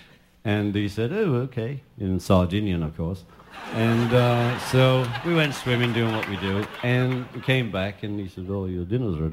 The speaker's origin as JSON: {"language": "English", "town": "Liverpool", "region": "North West England", "country": "United Kingdom", "said": "We're from Liverpool, you know what I mean? We don't eat octopus."}